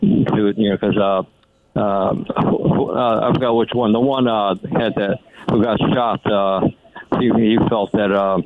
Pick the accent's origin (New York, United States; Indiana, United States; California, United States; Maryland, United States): New York, United States; Brooklyn; I grew up in Brooklyn as a kid.